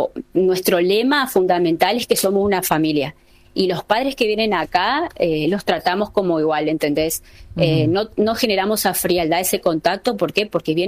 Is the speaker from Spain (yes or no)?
no; Argentina; como somos los argentinos